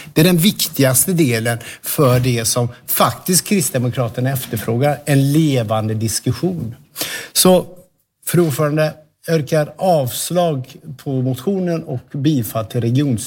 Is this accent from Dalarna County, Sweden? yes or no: no; Falköping, Västra Götaland County, Sweden; oavsett om det är min hemstad Falköping eller om det är en större geografi